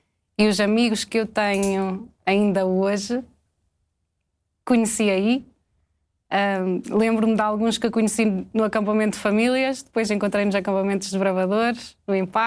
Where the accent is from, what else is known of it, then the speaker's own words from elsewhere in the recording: Serpins, Coimbra, Portugal; Nasci na maternidade em Coimbra.